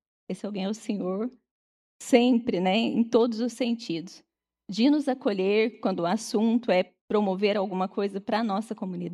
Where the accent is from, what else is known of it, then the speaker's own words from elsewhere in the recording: Minas Gerais, Brazil; now in Araras, Brazil; eu sou mineira, estou aqui há quase 30 anos, aqui eu conheci meu marido que também não é daqui, tivemos nosso filho, fizemos a nossa família aqui, nessa acolhida de Araras.